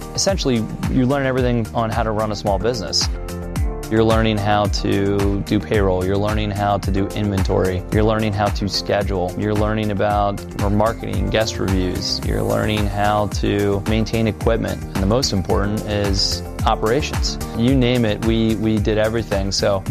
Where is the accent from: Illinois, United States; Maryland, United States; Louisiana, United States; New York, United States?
Maryland, United States; Timonium; born there; now in Baltimore, United States; I was born in Timonium, Maryland, and lived in Baltimore, Maryland here the last 17 years. Both sides of my family are born and bred Baltimore people.